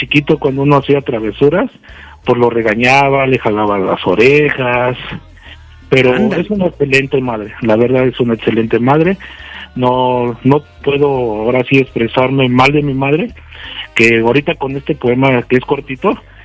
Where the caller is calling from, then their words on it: Apizaco, Tlaxcala, Mexico; De aquí, de Apizaco.